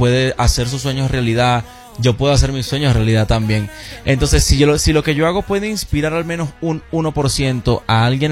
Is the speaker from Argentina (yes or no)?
no; La Guaira, Venezuela; moved away; yo como venezolano que estoy fuera de mi país y no puedo estar allí